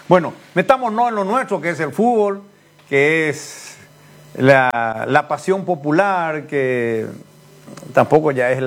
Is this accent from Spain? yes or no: no; Paraguay; somos ciudadanos paraguayos, estamos aquí